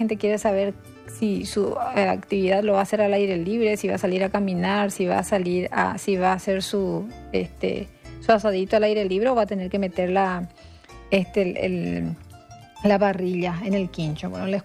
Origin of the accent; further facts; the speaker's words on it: Paraguay; como los paraguayos acostumbramos a utilizar referencias